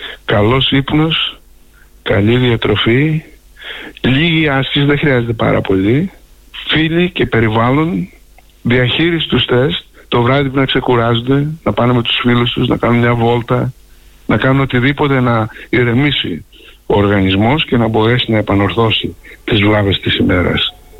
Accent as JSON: {"language": "Greek", "country": "Greece"}